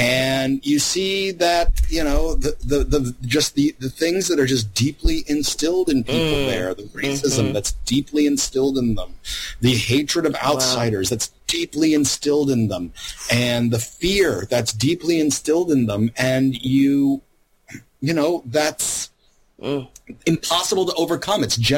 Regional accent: Louisiana, United States; And I grew up mostly in Louisiana.

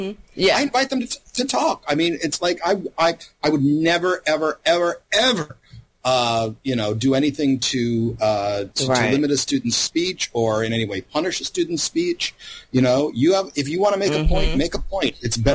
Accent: Louisiana, United States; I grew up mostly in Louisiana.

